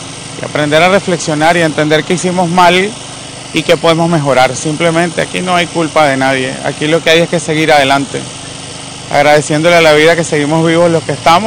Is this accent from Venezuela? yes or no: yes; Venezuela